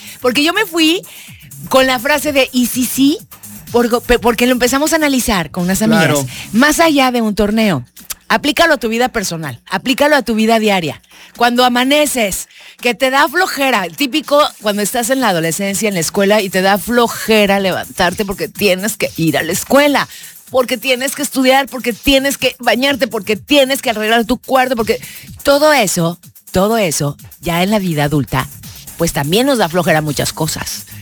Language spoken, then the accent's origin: Spanish; Mexico; somos mexicanos